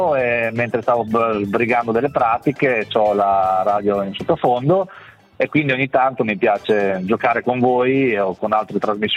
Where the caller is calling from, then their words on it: Forlì, Emilia-Romagna, Italy; Mi chiamo da Forlì.